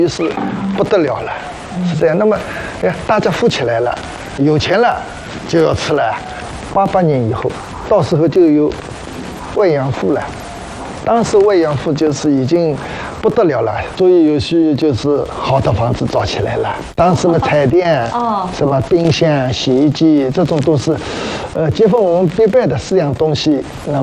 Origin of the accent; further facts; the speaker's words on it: Jiaxing, Zhejiang, China; 我们都是世代养鱼的，我就是生在这养鱼场里边的，